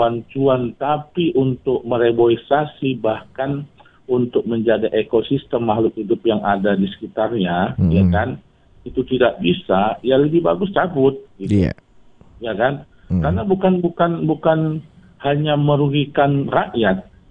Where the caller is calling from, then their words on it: Medan, North Sumatra, Indonesia; kalau saya sebagai anak Medan ini